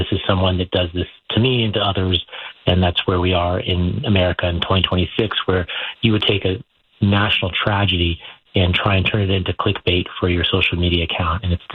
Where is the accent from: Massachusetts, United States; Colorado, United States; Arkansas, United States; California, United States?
California, United States; San Diego; As you mentioned, I grew up in San Diego, in Claremont. I went to Madison High School